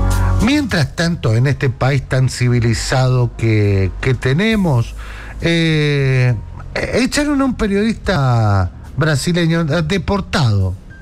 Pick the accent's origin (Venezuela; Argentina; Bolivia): Argentina; nosotros somos argentinos